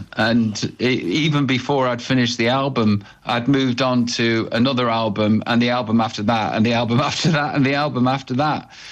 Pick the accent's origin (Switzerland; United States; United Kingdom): United Kingdom; I'm British